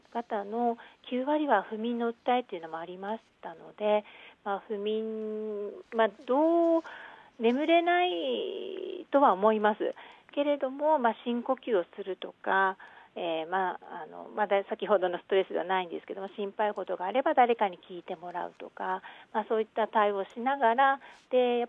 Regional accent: Kumamoto, Japan; moved away; 私が熊本の出身でして

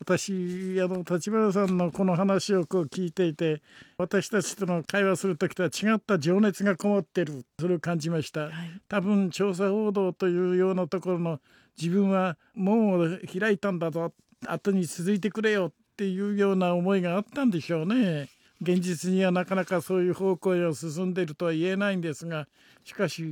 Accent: Sapporo, Hokkaido, Japan; この私の故郷の札幌で行われたシンポジウムなんですね。

